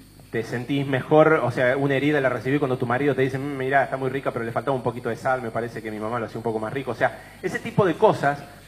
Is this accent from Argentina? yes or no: yes; Argentina; Porque sos argentino.